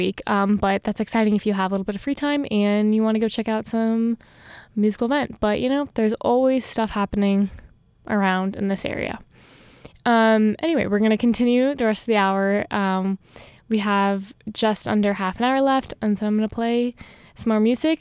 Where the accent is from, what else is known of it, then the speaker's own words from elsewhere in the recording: the Bay Area, California, United States; moved away; I'm also from the Bay Area.